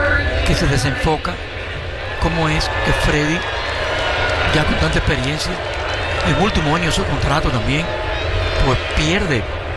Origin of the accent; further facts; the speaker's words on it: Pinar del Río, Cuba; Pero yo realmente soy de Pinar del Río, de la misma tierra de todos estos jugadores.